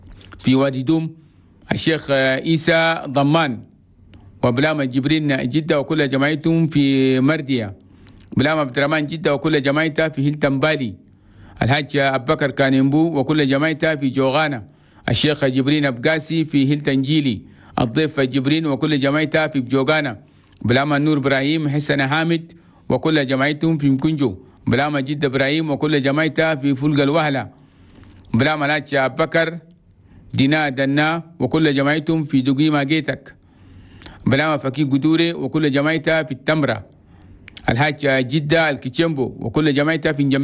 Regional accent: Chad; أنا بلدنا تشاد بلد توماي

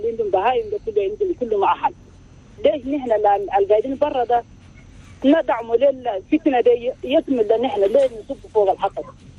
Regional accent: Chad; أنا كشاب تشادي عندي سؤال لهذه المنظمات وعندي سؤال كافة لجميع التشاديين.

